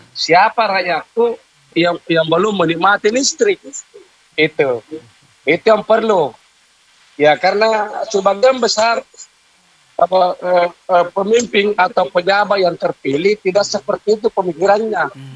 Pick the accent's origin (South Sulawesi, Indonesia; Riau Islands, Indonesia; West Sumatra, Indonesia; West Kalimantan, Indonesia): South Sulawesi, Indonesia; Makassar; jadi saya tidak ada kampungku. Saya di Makassar, Kak. Jadi kalau di Makassar itu alhamdulillah dulunya itu daerah terpencil. Nah, sekarang itu menjadi kota modern.